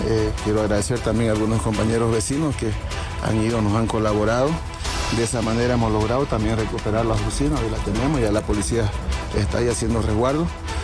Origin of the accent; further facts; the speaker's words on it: Pando, Bolivia; moved away; Yo no soy de acá, soy ejecutivo nacional, pero soy de Pando. No tengo familia acá